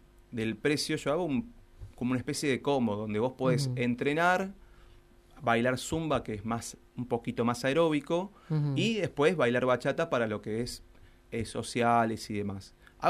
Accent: Argentina; Pero bueno, dentro de todo sigo en mi actividad y le estamos remando, como todo argentino en este momento.

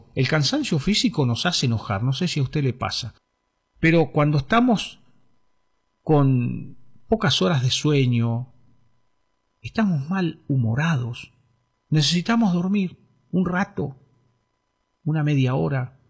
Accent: Argentina; now in Neuquén, Argentina; Hola a todos mis amigos, muchas bendiciones desde aquí. Neuquén capital, la capital de la Patagonia, así le dicen a nuestra ciudad.

